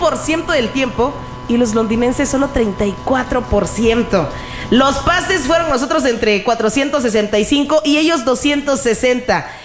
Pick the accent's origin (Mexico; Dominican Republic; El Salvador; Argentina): Mexico; somos mexicanos